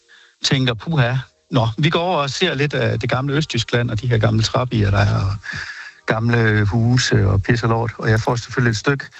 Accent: Aarhus, Central Denmark Region, Denmark; Vi er fra Aarhus.

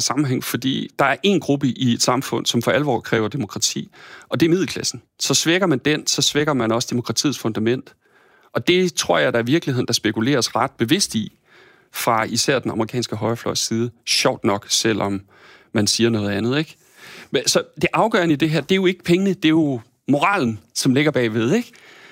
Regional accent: Thy, North Denmark Region, Denmark; Jeg kommer fra Thy oprindeligt, og har jo stadig min familie deroppe og kommer jævnligt derud

